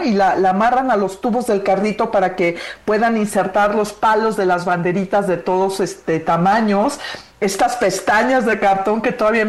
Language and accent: Spanish; Mexico City, Mexico; soy chilanga